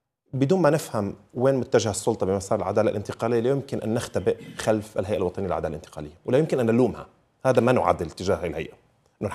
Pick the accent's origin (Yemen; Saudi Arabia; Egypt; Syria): Syria; من عقولنا جميعا كسوريين.